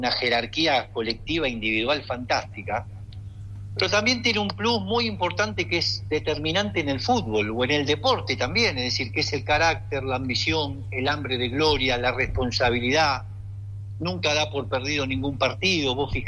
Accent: Argentina; como argentino feliz y emocionado

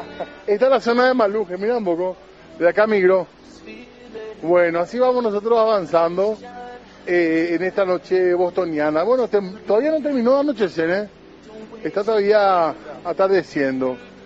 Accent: Paraguay

